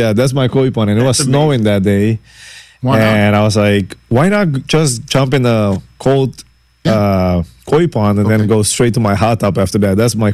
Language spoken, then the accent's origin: English; Curaçao; bringing back the tradition that how I grew up in Curacao.